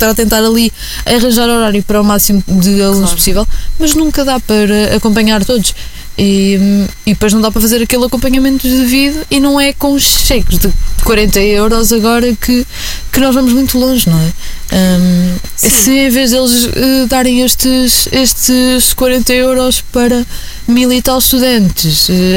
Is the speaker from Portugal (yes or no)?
yes; Coimbra, Centro, Portugal; nós aqui que crescemos aqui